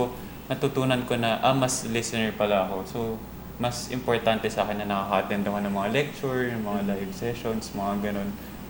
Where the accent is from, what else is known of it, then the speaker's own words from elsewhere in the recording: Pasig, Metro Manila, Philippines; Ako, taga Pasig.